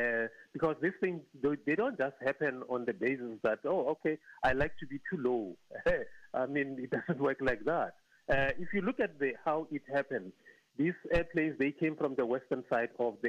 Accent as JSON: {"language": "English", "country": "South Africa"}